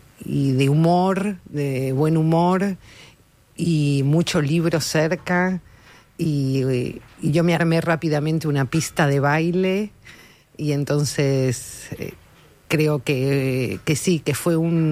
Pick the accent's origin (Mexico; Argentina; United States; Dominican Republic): Argentina; Yo nací en Argentina y en una casa muy abierta, bastante comunitaria, con personas que iban y venían.